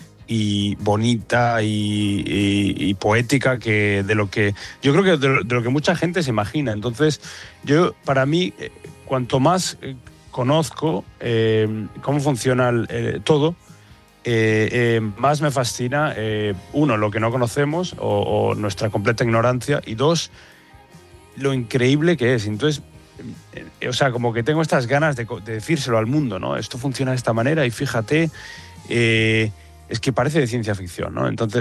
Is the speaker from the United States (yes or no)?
no; Spain; yo creo que todos como españoles, yo creo que y como habitantes del mundo